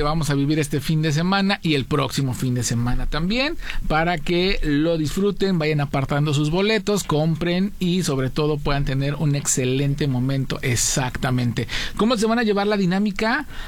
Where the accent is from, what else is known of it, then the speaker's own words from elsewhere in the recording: Mexico; si algo nos caracteriza como mexicanos, como humanos